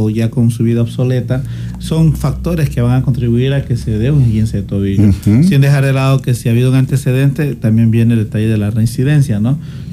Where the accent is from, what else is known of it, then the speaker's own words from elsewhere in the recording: Bolivia; now in Ecuador; yo soy boliviano, entonces cada fin de año que me doy un viajecito a Bolivia